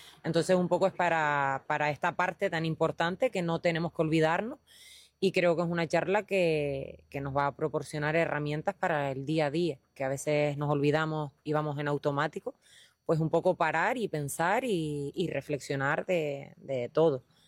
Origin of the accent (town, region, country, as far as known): Lajares, Canary Islands, Spain